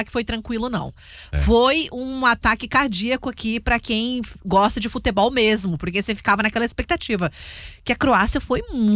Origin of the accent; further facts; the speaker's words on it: Brazil; nós somos brasileiros